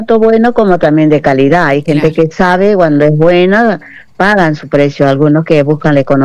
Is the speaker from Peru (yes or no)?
yes; Peru; now in Argentina; Ay, yo soy peruana.